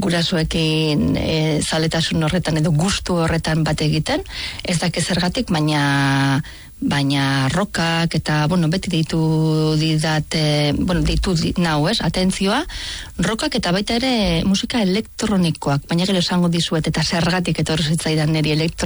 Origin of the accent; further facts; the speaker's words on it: Urretxu, Basque Country, Spain; ni Urretxukoa naiz.